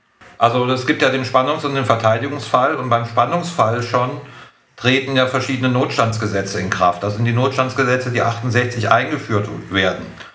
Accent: Aachen, North Rhine-Westphalia, Germany; Wir haben hier in Aachen, ich komme aus Aachen

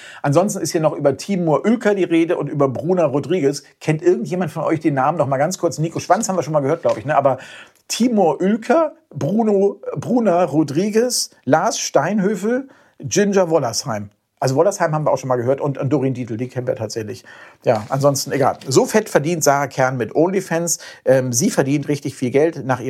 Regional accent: Germany

